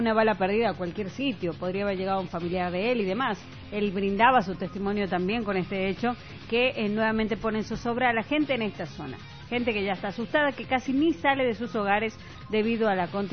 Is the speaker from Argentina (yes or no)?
no; Bolivia; Creo que la mayoría somos bolivianos imparables